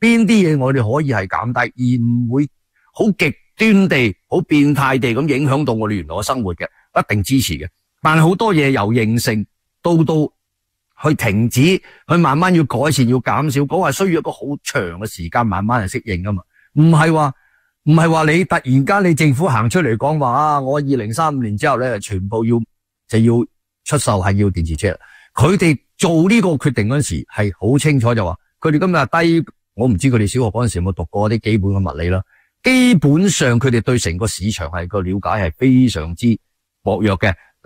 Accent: Canada

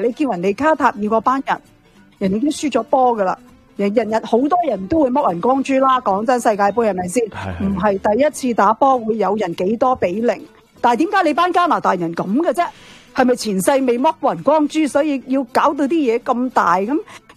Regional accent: Hong Kong; now in Canada; 我哋香港人好鍾意咁叫㗎

